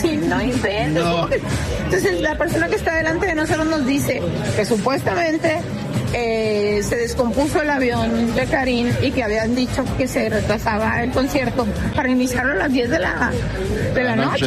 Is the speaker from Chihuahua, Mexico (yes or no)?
yes; Chihuahua, Mexico